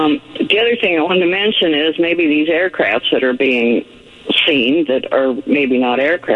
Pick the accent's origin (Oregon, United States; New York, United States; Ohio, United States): Ohio, United States; born there; now in Missouri, United States; I was born a Buckeye